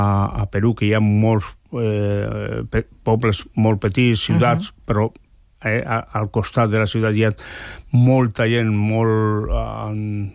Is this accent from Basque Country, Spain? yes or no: yes; San Sebastián, Basque Country, Spain; also born or lived in Navarre; now in Barcelona, Spain; És a dir, jo sóc de Sant Sebastià, o sóc navarro...